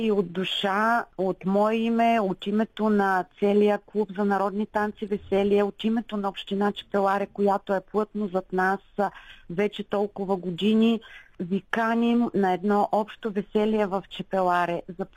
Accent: Rhodopes, Bulgaria; ние сме си родопчани

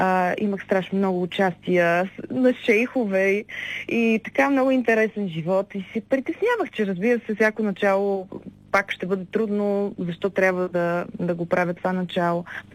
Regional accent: Byala, Ruse Province, Bulgaria; Аз всъщност съм от Бяла, която е в Русенският край, и съм завършила Русенското музикално училище

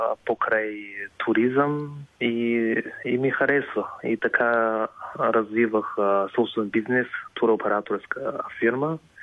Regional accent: Beijing, China; Bulgarian is a second language; now in Bulgaria; Аз лично съм роден в Пекин и съм израснал в Пекин, който е един космополитен град.

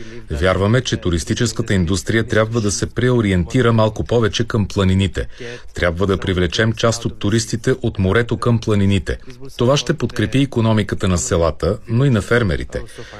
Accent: Cyprus

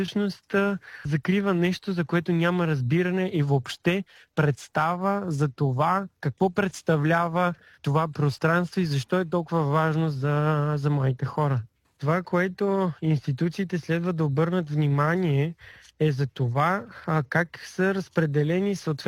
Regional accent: Varna, Varna Province, Bulgaria; в момента се намирам в моя роден град Варна

